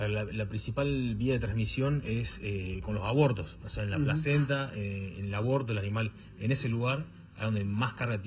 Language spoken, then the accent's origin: Spanish; Río Cuarto, Córdoba, Argentina; soy de Río Cuarto, provincia de Córdoba.